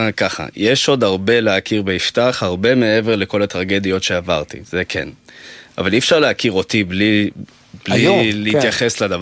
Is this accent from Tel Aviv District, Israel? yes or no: yes; Ramat Gan, Tel Aviv District, Israel; גדלתי ברמת גן